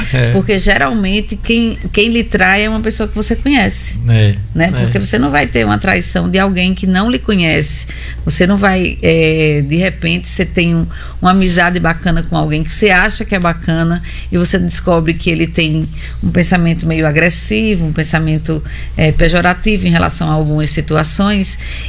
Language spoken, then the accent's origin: Portuguese; Mossoró, Rio Grande do Norte, Brazil; born there; also born or lived in Aracaju / João Pessoa / Catolé do Rocha; mas eu nasci em Mossoró. Aí também fui nômade, né? Morei em Aracaju, morei em Campina Grande, morei em João Pessoa. E vim pra cá, né? Depois de Catolé do Rocha, onde a minha família é de Catolé do Rocha.